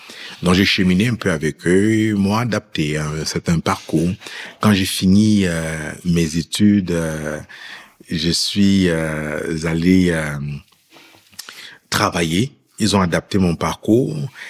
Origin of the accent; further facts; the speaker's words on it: Cameroon; moved away; je suis né au Cameroun. Voilà, et puis j'ai grandi au Cameroun, puis ma famille a immigré en France. J'ai fait le petit séminaire au Cameroun